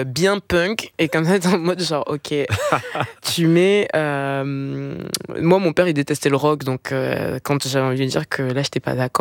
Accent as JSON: {"language": "French", "country": "Cameroon", "tie": "born or raised there", "moved": "yes", "lives_now": "France", "said": "Quand j'étais jeune, je vivais au Cameroun."}